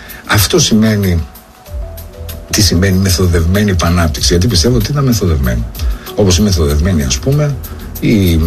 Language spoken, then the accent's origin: Greek; Greece; also born or lived in Athens